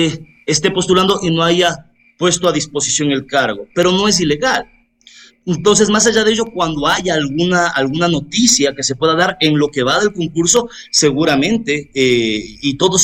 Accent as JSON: {"language": "Spanish", "country": "Ecuador", "said": "Y soy un comedido independiente porque soy ciudadano ecuatoriano. Sí, soy hijo de ciudadanos ecuatorianos, hermano de ciudadanos ecuatorianos."}